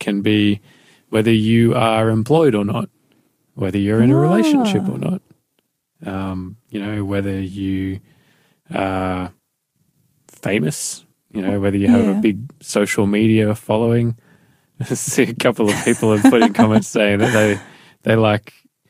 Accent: Australia; I know being an Australian, whenever you travel overseas, the instant you hear another Australian voice

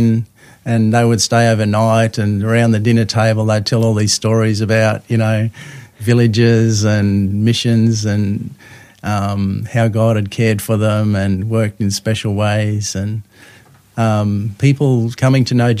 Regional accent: Papua New Guinea; also born or lived in Cairns, Australia; I guess the story begins, I was born in Cairns, and my mum and dad went to New Guinea as missionaries for 7 years. And so I grew up a missionary's kid

